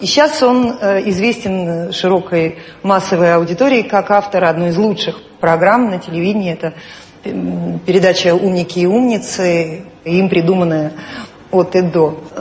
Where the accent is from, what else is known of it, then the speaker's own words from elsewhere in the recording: Saint Petersburg, Russia; born there; Я родилась в Ленинграде 1 июня 1955 года в большой семье.